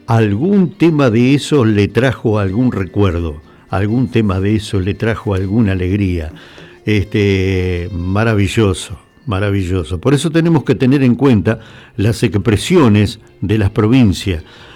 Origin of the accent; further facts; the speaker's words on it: Entre Ríos, Argentina; los musiqueros entrerrianos, dejándolo, soy de Entre Ríos, dejándolo bien en clarito, nosotros somos de Entre Ríos, y eso es muy, muy lindo.